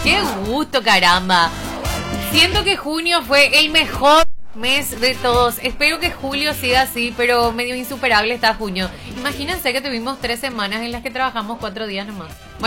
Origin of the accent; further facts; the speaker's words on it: Paraguay; siendo paraguayos, que tanto, tanto nos gusta el fútbol.